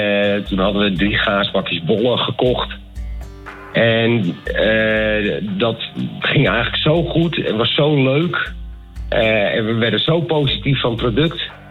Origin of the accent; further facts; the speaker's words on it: Netherlands; Ja, daar zijn we goed in, hè, als Nederlander.